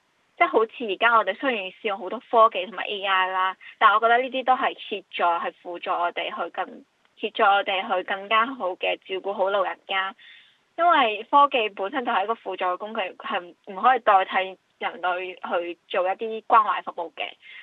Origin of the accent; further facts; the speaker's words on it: Shenzhen, Guangdong, China; also born or lived in Hong Kong; now in Foshan, China; 因为我本身小时候就是深圳那边的，后面先来了香港，所以我的普通话和粤语都是 OK